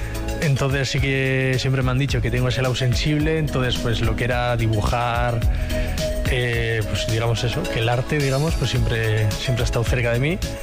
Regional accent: San Sebastián, Basque Country, Spain

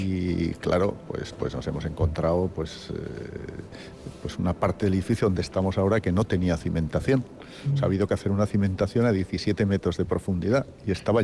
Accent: Navarre, Spain; also born or lived in Catalonia; Yo soy catalán, aunque recriado en Navarra y por lo tanto, pues ya navarro.

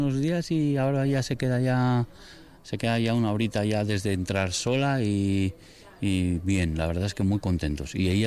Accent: Anúcita, Basque Country, Spain; De aquí, de Anúncita.

